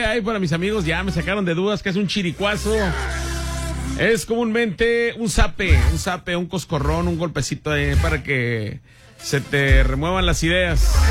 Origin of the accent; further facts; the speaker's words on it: Tangamandapio, Coahuila, Mexico; yo soy de allá de Tangamandapio, Coahuila, ahí cerquita de la chichis de Juana o tetas de Juana, como se llamarle. Y perdón por la expresión, pero así se llama. Allá cerca de San Pedro, Tangamandapio, Coahuila.